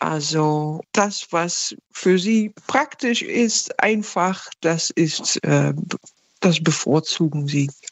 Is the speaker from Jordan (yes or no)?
no; northern Netherlands, Netherlands; German is a second language; moved away as an adult; now in Leipzig, Germany; ich komme zwar aus ein kleines Land, aber ja. Eindhoven ist genau die andere Ecke. Ich komme aus dem Norden.